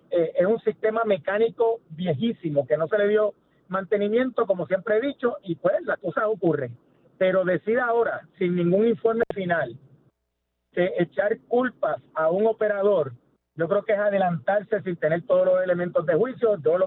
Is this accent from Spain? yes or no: no; Puerto Rico; los 4,000 empleados que pertenecemos a Luma, que somos puertorriqueños y puertorriqueñas